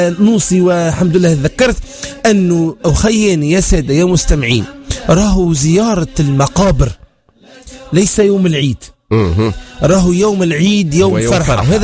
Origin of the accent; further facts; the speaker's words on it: Tunisia; بلادنا تونس